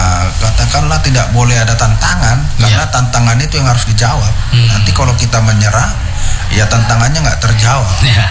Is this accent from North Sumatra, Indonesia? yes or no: yes; Medan, North Sumatra, Indonesia; Tetapi memang seperti saya juga orang Medan.